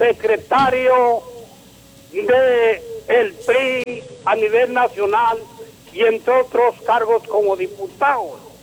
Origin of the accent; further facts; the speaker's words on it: Mato Pino, Coahuila, Mexico; allá en Mato Pino, en Coahuila, y donde yo me crié, allá me crié yo en Mato Pino, Coahuila.